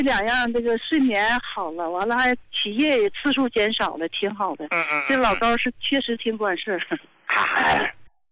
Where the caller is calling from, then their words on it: Qiqihar, Heilongjiang, China; 我过去吧，那什么，我是黑龙江的，那啥齐齐哈尔的。 71岁了